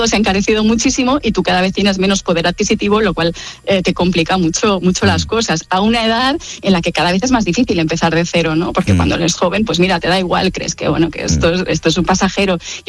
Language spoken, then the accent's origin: Spanish; Mallorca, Balearic Islands, Spain; moved away as an adult; also born or lived in Barcelona, Spain; yo llegué de Mallorca a Barcelona con 18 años y también eso hizo que viviera en muchos sitios diferentes con personas diferentes.